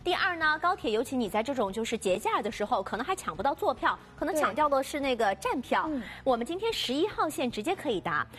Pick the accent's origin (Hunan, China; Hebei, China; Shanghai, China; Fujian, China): Shanghai, China